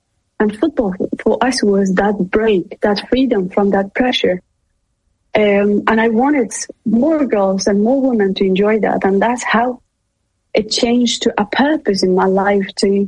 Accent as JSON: {"language": "English", "country": "Pakistan", "tie": "born or raised there", "also_born_or_lived": "Iran / Afghanistan", "said": "We came back to Afghanistan with different mindset. Because we grew up in Pakistan or Iran, many refugees, Afghan refugees came back."}